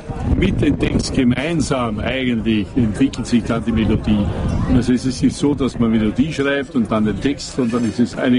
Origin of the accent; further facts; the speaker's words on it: Burgenland, Austria; Wir sind ja als Burgenländer, ehemalige Deutsch-West-Ungarn. Wir waren ja bis 1918 oder 20 bei Ungarn.